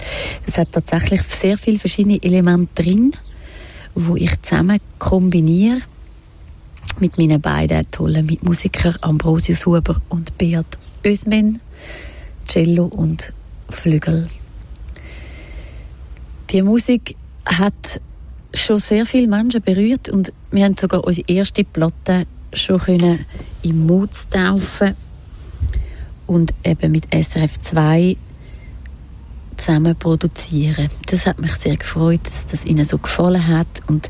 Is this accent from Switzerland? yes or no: yes; Winterthur, Zurich, Switzerland; Ich bin in Winterthur aufgewachsen. In einem Haus mit grossem Garten. Mit meiner Schwester zusammen. Das war ein Quartier, wo sehr viele Kinder waren.